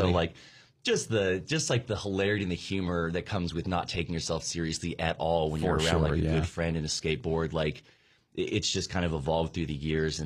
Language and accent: English; Chapel Hill, North Carolina, United States; And Luke and I grew up in a time where we're from Chapel Hill.